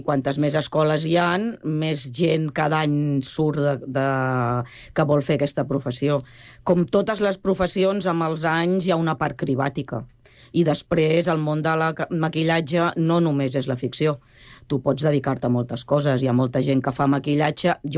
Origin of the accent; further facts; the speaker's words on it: Barcelona, Catalonia, Spain; moved away as an adult; now in Sant Cugat del Vallès, Spain; Jo sóc del barri de Sant Andreu, fa 30 anys que visc a Sant Cugat, però sóc d'un barri de Sant Andreu que tenien uns condicionants abans, com Gràcia, com Horta i tal, que tenien grups de teatre